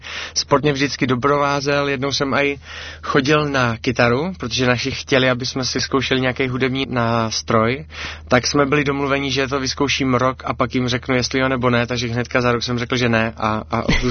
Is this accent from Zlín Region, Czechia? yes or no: no; Svitávka, South Moravian Region, Czechia; also born or lived in Kuřim; now in Brno, Czechia; jsem vyrůstal tady v Kuřimi, nedaleko od Brna, tam jsme byli ale jenom chviličku a když mě bylo kolem 5, tak jsme se vlastně přestěhovali do Svitávky, což je malá vesnička Městys, která je kousek od Letovic, kam jsme právě potom s našima, když jsme se přestěhovali, začali chodit do církve.